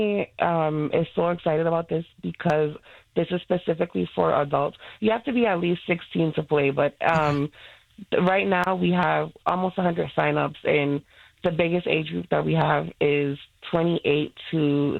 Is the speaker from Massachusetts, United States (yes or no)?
yes; Boston, Massachusetts, United States; And I'm from Southie myself. I grew up in Southie.